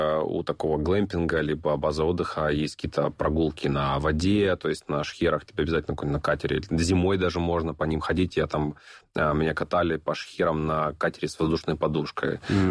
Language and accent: Russian; Horlivka, Donetsk Oblast, Ukraine; moved away as an adult; now in Saint Petersburg, Russia